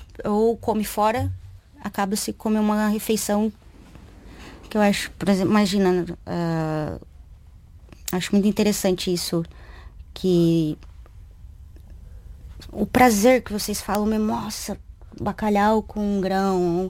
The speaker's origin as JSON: {"language": "Portuguese", "town": "Cerquilho", "region": "São Paulo", "country": "Brazil", "tie": "born or raised there", "also_born_or_lived": "Paraná", "moved": "as an adult", "lives_now": "Portugal", "said": "se fosse comparar Cerquilho, de onde eu venho, interior de São Paulo"}